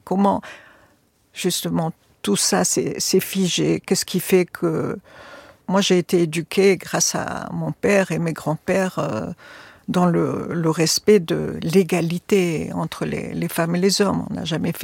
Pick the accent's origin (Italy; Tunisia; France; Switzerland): Tunisia; Chez nous, en Tunisie, voilà.